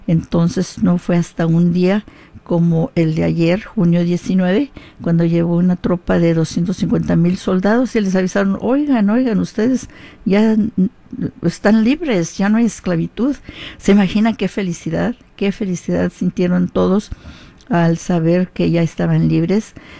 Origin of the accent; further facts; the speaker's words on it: Michigan, United States; born there; moved away; Lagos, Jalisco. Así es que yo reclamo la tierra jalisciense, claro que sí. Pero nací ya acá en Estados Unidos, en el estado de Michigan.